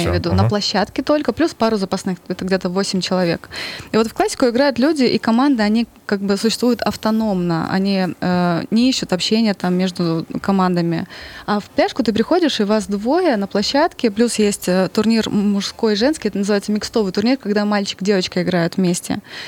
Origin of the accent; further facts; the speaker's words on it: Starodub, Bryansk Oblast, Russia; из Стародуба.